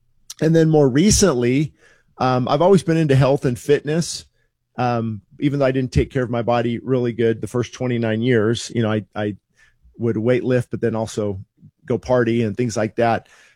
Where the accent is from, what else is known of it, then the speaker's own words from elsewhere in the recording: California, United States; I was born obviously here in Southern California and haven't moved